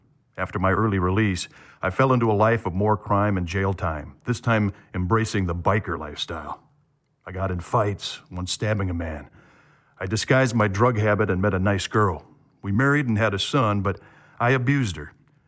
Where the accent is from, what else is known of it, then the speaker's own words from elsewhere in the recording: South Dakota, United States; I grew up in South Dakota and went to church regularly as a kid, but I stopped listening to my conscience.